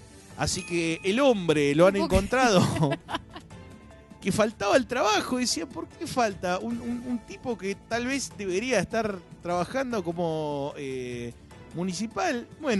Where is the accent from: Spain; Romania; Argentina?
Argentina